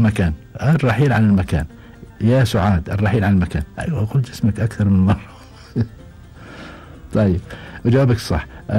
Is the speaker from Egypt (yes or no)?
no; Iraq; وعندنا في العراق معناها يعزل